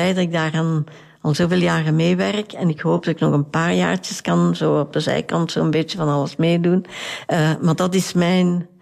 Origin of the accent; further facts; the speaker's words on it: Tienen, Flanders, Belgium; ik ben geboren en getogen in Tiene, dus ik ken Tiene heel goed